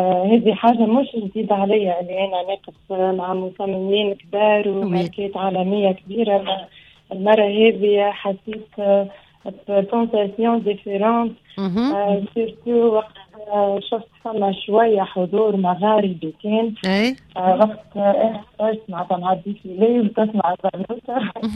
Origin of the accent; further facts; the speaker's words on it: Tunisia; انا ديما نقول انا تونسية،